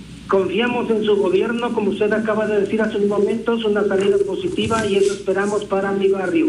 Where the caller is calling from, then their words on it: Huehuetán el Chico, Puebla, Mexico; De Huehuetán el Chico, señor gobernador.